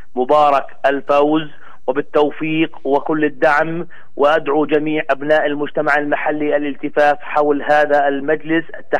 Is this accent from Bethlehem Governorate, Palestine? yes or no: yes; Al-Ubeidiya, Bethlehem Governorate, Palestine; أبناء بلدتي العزيزين الغاليين علينا